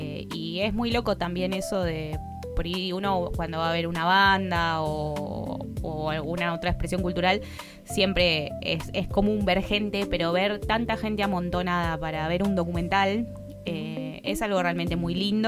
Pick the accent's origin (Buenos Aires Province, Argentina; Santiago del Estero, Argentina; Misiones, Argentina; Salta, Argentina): Buenos Aires Province, Argentina; Quilmes; lo que nos pasa a los quilmeños. Somos bastante manijas de nuestro suelo